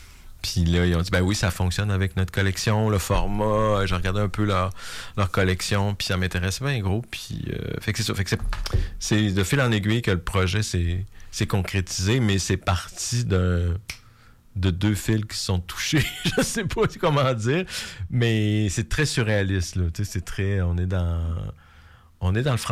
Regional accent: Quebec, Canada; Je suis gaspésien

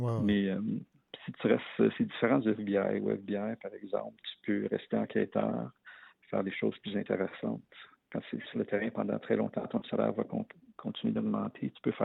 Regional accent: Montreal, Quebec, Canada; je suis le plus jeune de trois enfants, puis on a grandi à Ville-Saint-Laurent, un petit peu dans le nord-ouest de Montréal, puis où j'ai resté, c'était bilingue. Il y avait autant de francophones que d'anglophones.

